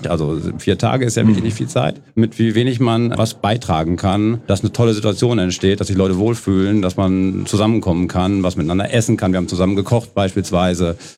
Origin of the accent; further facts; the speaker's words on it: Münster, North Rhine-Westphalia, Germany; ich bin ja gebürtiger Gremmendorfer. Insofern, meine Eltern leben auch noch in Gremmendorf